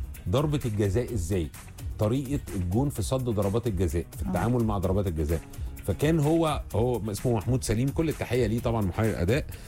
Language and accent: Arabic; Alexandria, Alexandria Governorate, Egypt; من اسكندريه بحبكم جدا